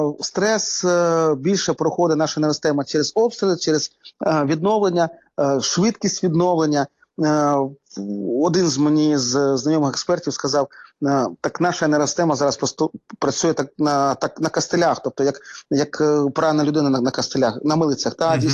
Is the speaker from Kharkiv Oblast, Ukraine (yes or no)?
yes; Kharkiv, Kharkiv Oblast, Ukraine; в моєму рідному Харкові